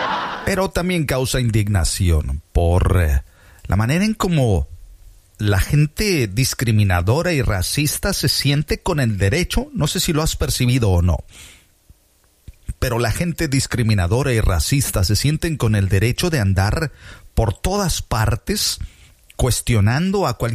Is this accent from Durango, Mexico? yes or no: no; Tierra Blanca, Veracruz, Mexico; born there; allá en mi pueblo, allá en Tierra Blanca, Veracruz